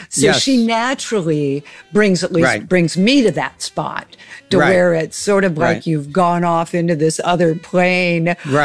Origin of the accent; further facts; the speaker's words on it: Whittier, California, United States; also born or lived in New York; I was in Southern California, in Los Angeles, Whittier. I grew up there, and then my first gigs were in Newport Beach.